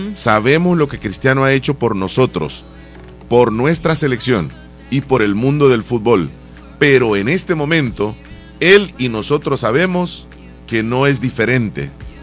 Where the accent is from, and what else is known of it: El Salvador